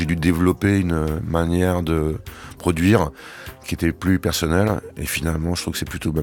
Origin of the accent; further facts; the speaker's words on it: Nice, Provence-Alpes-Côte d'Azur, France; Je suis niçois, donc il y avait un festival de jazz à Nice qui s'appelait la Grande Parade du Jazz.